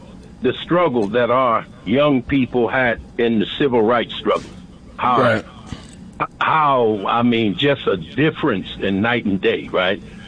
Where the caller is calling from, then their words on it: Philadelphia, Pennsylvania, United States; No, I think … from Philadelphia.